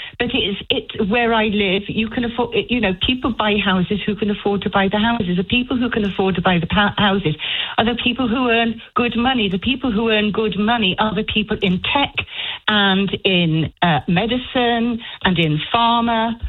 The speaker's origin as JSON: {"language": "English", "region": "Scotland", "country": "United Kingdom", "accent": "English", "said": "you can hear I've got an English accent. I'm accused of being English all the time. I'm not. I'm Scottish."}